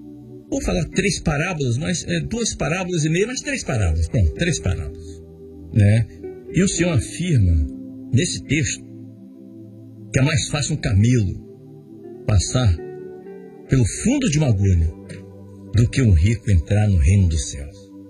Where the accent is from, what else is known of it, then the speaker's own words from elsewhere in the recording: Brazil; Mas somos brasileiros, na verdade